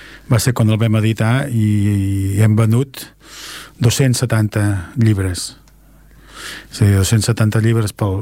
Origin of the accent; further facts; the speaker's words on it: Esplugues de Llobregat, Catalonia, Spain; el meu poble. Sí. El poble que t'estimes, que és Esplugues.